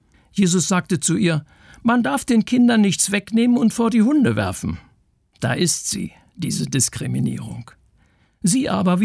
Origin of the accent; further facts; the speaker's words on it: East Germany, Germany; Ich bin in der DDR zur Schule gegangen.